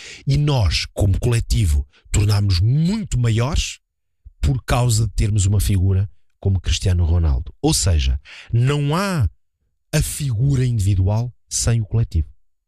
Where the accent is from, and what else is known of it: Portugal